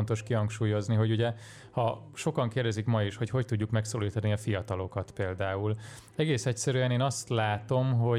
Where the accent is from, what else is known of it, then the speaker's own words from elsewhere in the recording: Zala, Hungary; moved away; én magam is egy zalai kisfaluból származom